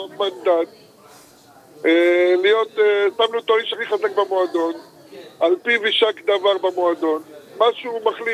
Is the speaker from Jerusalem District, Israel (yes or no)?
no; Ashkelon, Southern District, Israel; במקרה אני אשקלוני.